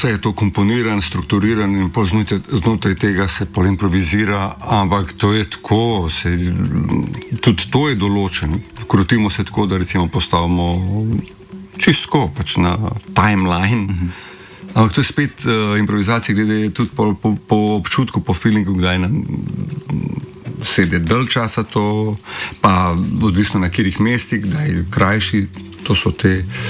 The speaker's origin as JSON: {"language": "Slovenian", "country": "North Macedonia", "said": "jaz sem pač iz Makedonije in meni to tako, meni je zanimalo"}